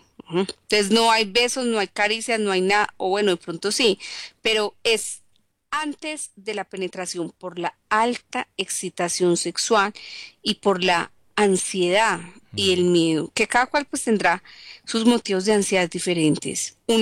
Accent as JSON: {"language": "Spanish", "town": "Jericó", "region": "Antioquia", "country": "Colombia", "tie": "born or raised there", "also_born_or_lived": "Medellín", "said": "No, yo nací en Medellín y viví hasta los 11 años en Jericó. Desde chiquita."}